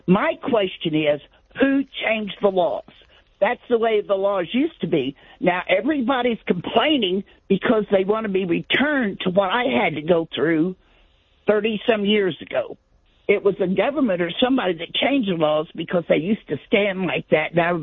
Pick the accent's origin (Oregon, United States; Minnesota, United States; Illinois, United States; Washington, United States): Illinois, United States; born there; moved away as an adult; now in Missouri, United States; 30-some years ago, I moved to Missouri from Illinois. I was born in Illinois.